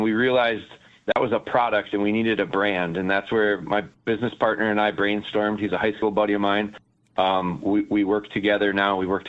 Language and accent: English; Rhinelander, Wisconsin, United States; I'm from Rhinelander originally.